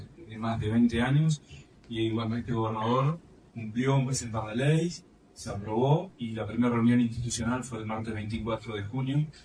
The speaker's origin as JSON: {"language": "Spanish", "country": "Argentina", "tie": "born there", "also_born_or_lived": "Gualeguaychú", "moved": "yes", "lives_now": "Paraná, Argentina", "said": "soy nacido en la ciudad de Narraín, un pueblo que fue destacado en el 2024 como uno de los pueblos más lindos de la Argentina. Viví en Gualeguaychú, ahora vivo en Paraná, hace 15 años."}